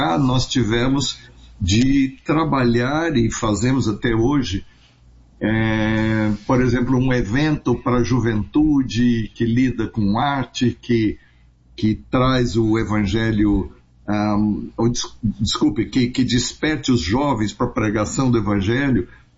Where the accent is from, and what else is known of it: Brazil; now in Portugal